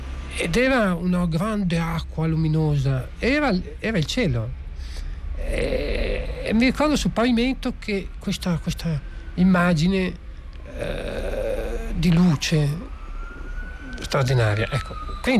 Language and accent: Italian; Genoa, Liguria, Italy; io sono nato a Genova, ma da padre di Cagliari.